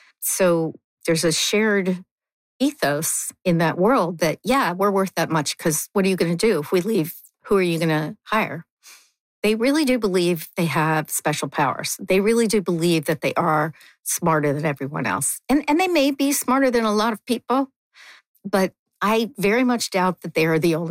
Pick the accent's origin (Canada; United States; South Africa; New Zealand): Canada; As a Canadian, you need to remember this